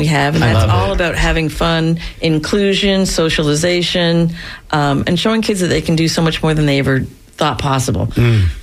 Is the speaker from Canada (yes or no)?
yes; Canada; moved away; I'm Canadian.